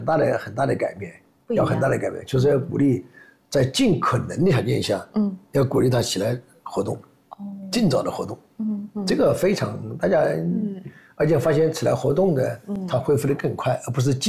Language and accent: Chinese; China; 这是我们中国人的常态